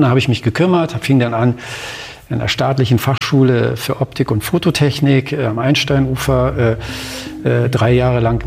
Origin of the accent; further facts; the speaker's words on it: East Berlin, Berlin, Germany; ich bin in Ost-Berlin groß geworden.